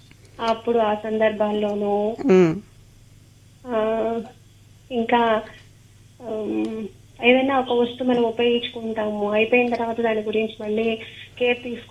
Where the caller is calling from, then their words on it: Kurnool, Andhra Pradesh, India; నేను కర్నూలు నుంచి చేస్తున్నానండి